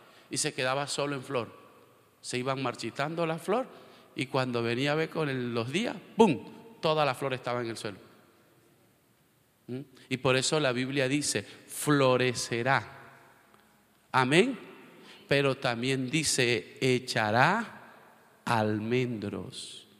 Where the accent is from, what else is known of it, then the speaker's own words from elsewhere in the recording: La Guajira, Colombia; la casa donde mis padres, que me dejaron mis padres en La Guajira, la casa que me dejó mi papá y mi mamá, a mí y a mi hermana